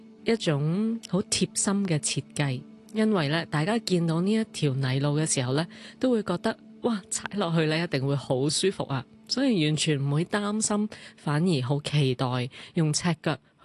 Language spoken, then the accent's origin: Cantonese; China; 主办方呢就准备咗一啲呢韩国特色嘅，好似我哋中国人嘅中药咁样呢，用一啲唔同嘅草本植物呢冲出嚟嘅茶。